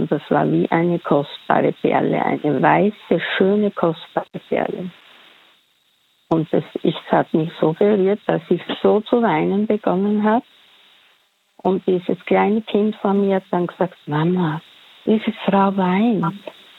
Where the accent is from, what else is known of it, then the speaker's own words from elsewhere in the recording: Styria, Austria; Ich bin aus der Steiermark.